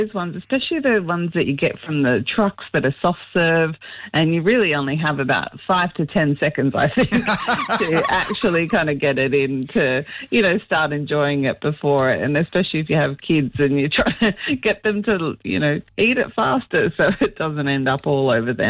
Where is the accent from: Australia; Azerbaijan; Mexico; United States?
Australia